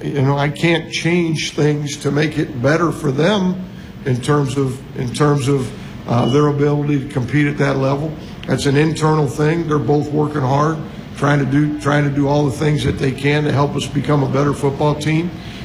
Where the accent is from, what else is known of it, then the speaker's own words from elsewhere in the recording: Florida, United States; moved away as an adult; also born or lived in Mount Vernon, Iowa; now in Iowa, United States; I grew up in South Florida, came to Cornell College as a player, and over in Mount Vernon, Iowa